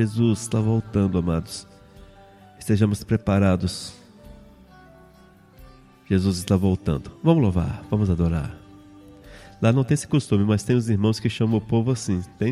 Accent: Brazil; Nós somos brasileiros

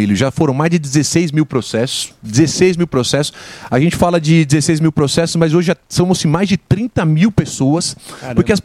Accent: São Paulo, Brazil; Eu sou da região do Morumbi, minha esposa e meus filhos não conseguem ir num shopping sozinho, né?

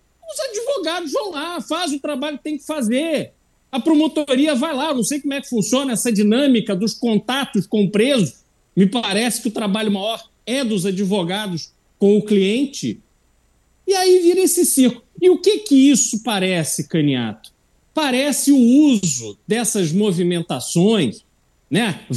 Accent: Brazil; eu como brasileiro

